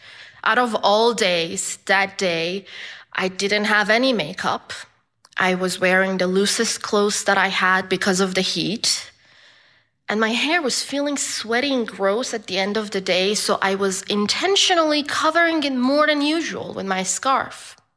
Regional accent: Iran; moved away; Iran, my home country

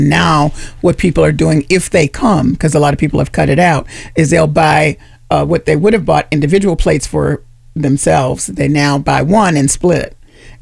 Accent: Memphis, Tennessee, United States; I'm from Memphis.

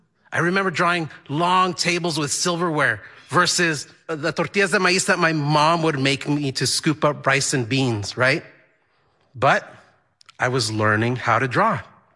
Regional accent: El Paso, Texas, United States; also born or lived in Juárez, Mexico; now in Boston, United States; I was born and raised in El Paso, Texas, but I was raised in two cities, El Paso, Texas, and Juárez, Mexico. I have been living here in the Boston area for, I would say, about 21 years.

